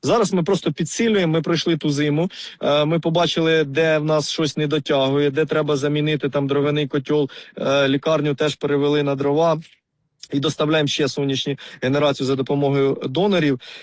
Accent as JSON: {"language": "Ukrainian", "region": "Poltava Oblast", "country": "Ukraine", "said": "в нас Полтавщина видобуток газу"}